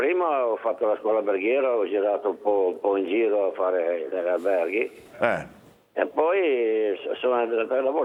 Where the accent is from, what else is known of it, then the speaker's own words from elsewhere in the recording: Liguria, Italy; born there; La mia terra, perché io sono qui da generazioni.